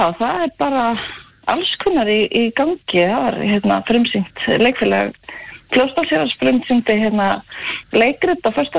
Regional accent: Hella, Southern Region, Iceland; nei, ég það alls ekki ég sunnlendingur, ég uppalinn á Helli flutti hingað 2018

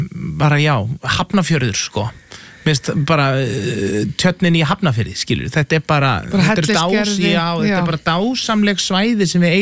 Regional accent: Seltjarnarnes, Capital Region, Iceland; now in Reykjavík, Iceland; En ég var alinn upp á Seltjarnarnesi og ég hef einnig búið í Hlíðunum

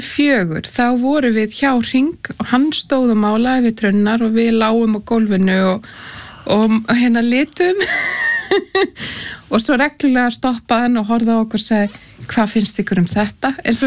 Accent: Aðaldalur, Northeastern Region, Iceland; Já, ég úr Haga í aðaldal.

